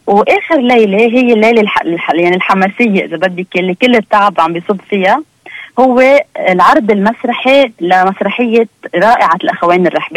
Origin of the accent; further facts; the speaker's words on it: Lebanon; هيدي قوتنا كلبنانيين كلنا